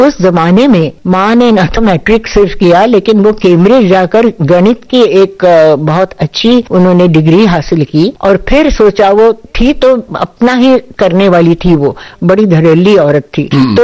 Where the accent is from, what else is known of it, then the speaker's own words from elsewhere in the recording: Pune, Maharashtra, India; also born or lived in Lucknow; हाँ पुणे आ गई और नाना के पास, मतलब अपने पिता के पास, मेरे नाना अप्पा नाम कहते थे। और तब से मैं उनकी छत्र छाया में पली बड़ी।